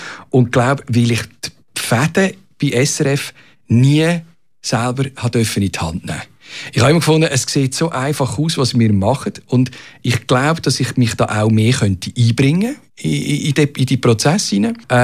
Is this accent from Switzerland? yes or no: yes; Switzerland